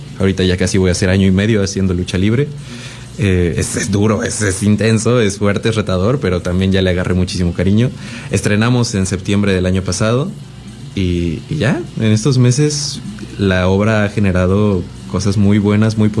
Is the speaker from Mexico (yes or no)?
yes; Mexico City, Mexico; somos dos veinteañeros chilangos